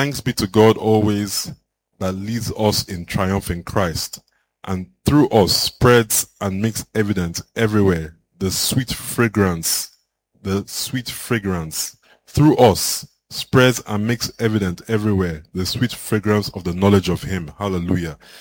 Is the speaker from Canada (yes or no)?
no; Nigeria